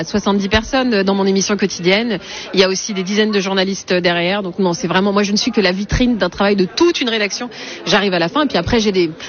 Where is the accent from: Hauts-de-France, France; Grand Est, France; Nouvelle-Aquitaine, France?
Hauts-de-France, France; Donc, donc moi, je suis plutôt du Nord.